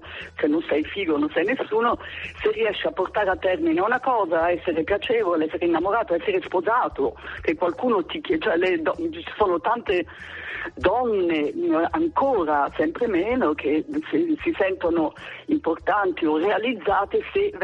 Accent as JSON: {"language": "Italian", "region": "Tuscany", "country": "Italy", "said": "Io sono toscana di origine"}